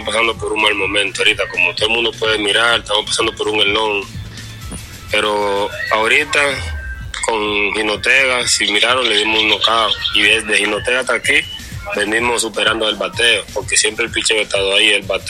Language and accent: Spanish; Dominican Republic; moved away as an adult; now in Nicaragua; Dejé dominicano, mi familia, mi hogar, mi casa, mis amistades